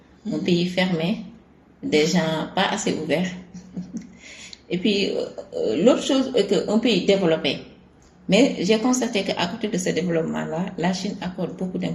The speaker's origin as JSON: {"language": "French", "region": "Dakar", "country": "Senegal", "said": "je suis journaliste. Je viens de Dakar au Sénégal."}